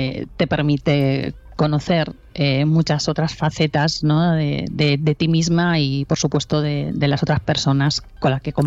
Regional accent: Zamora, Castile and León, Spain; now in Toledo, Spain; Yo soy de Zamora

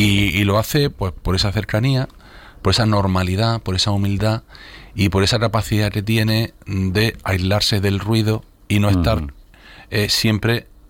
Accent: Almería, Andalusia, Spain; los almerienses somos más murcianos que andaluces!

